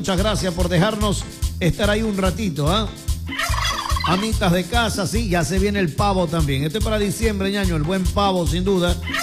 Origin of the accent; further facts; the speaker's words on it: Ecuador